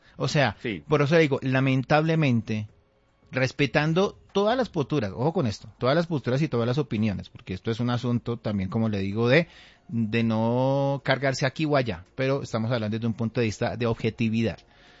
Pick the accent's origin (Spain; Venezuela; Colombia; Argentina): Colombia